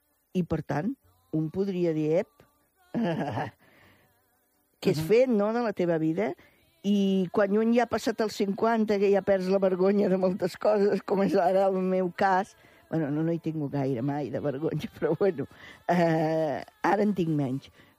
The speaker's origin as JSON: {"language": "Catalan", "town": "Reus", "region": "Catalonia", "country": "Spain"}